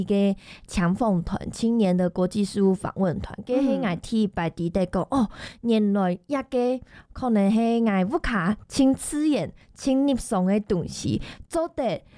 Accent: Taoyuan, Taiwan; born there; accent: mixed Pingtung and Taoyuan Hakka; also born or lived in Pingtung / Taipei; 我六岁以前都是在屏东这样的生活啊，差不多会送小学的时间让来到投言，不过大部分时间都是在投言生活，故说我都会说我是来自屏东从自己投言人。

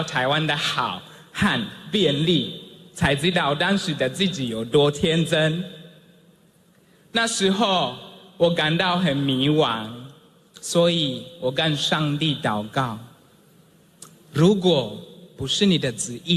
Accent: Tanzania; born or raised there; Chinese is a second language; moved away as an adult; now in Taiwan

